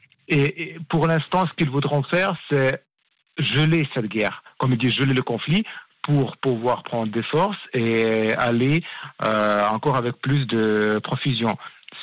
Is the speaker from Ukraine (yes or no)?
yes; Ukraine; French is a second language; quand on est ukrainien, on sait qu'on est porteur de certaines valeurs